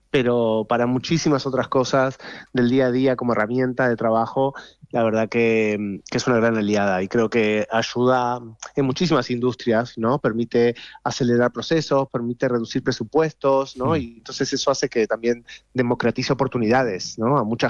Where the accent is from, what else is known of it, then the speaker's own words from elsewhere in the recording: Argentina; accent: Argentine; Todas las pequeñas partes de la serie las he tenido que hacer con mi acento argentino, pobrecitos, si se tienen que concentrar.